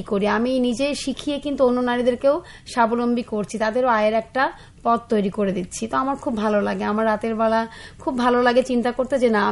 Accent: Rajshahi Division, Bangladesh; যেহেতু আমি রাজশাহীতে বড় হয়েছি, বলতে গেলে গ্রামই, রাজশাহীতে বড় হয়েছি।

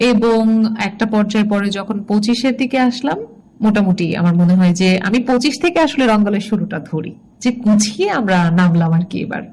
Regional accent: Durgapur, Mymensingh Division, Bangladesh; moved away as an adult; now in Dhaka, Bangladesh; আমি নেত্রকোনা জেলার সুষম দুর্গাপুরে বড় হয়েছি, আমার শেকড় ওখানে।

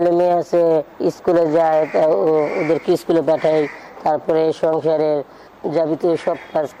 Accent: Bhaluka, Mymensingh Division, Bangladesh; now in Dhaka, Bangladesh; আমার গ্রামের বাড়ি হয়েছে ময়মনসিং বালুকা থানা পড়ছে।

